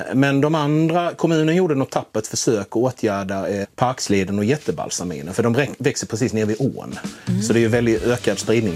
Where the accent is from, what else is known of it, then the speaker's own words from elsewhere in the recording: Blekinge, Sweden; Jag är lantbrukarson från Blekinge.